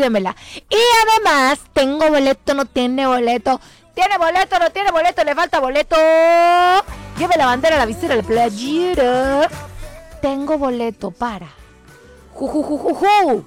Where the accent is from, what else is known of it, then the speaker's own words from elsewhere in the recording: Mexico City, Mexico; Ay, soy buena chilanga, ¿verdad?